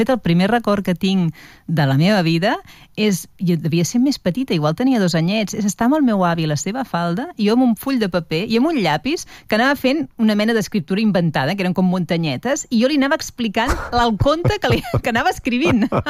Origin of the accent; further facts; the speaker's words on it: Vilafranca del Penedès, Catalonia, Spain; moved away as an adult; also born or lived in Barcelona; és el meu poble, és a dir, jo em sento més vilafranquina que res, no? Jo veig les vinyes i ja em sento casa. Sí, sí, i allà vaig passar la infància fins als 18 anys, que vaig tornar a Barcelona per estudiar.